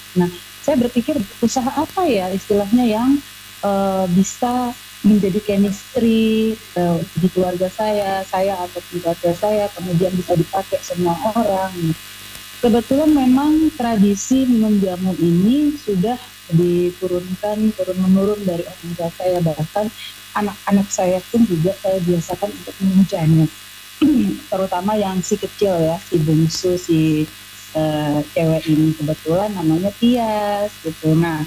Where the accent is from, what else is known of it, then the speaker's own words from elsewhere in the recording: Jayapura, Papua, Indonesia; Perkenalkan … Saya lahir besar di Jayapura.